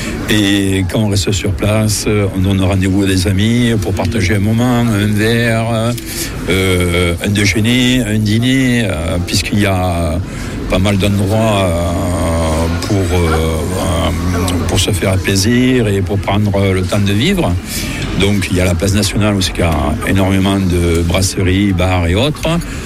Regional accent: Montauban, Occitanie, France; Alors je suis né à Montauban, certes, j'habitais un quartier qui s'appelait Ville-Bourbon, mais dans ma tendre enfance, les quartiers c'était comme des petits villages, ceux qui n'existent plus maintenant.

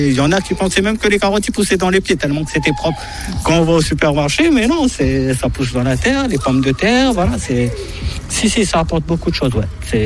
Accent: Réunion, France; quand je suis arrivé parce que j'étais un peu chaud, je venais de la Réunion.

